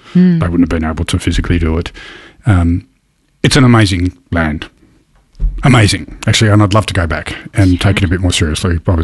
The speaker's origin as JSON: {"language": "English", "region": "Tasmania", "country": "Australia", "said": "And I'm from Tasmania"}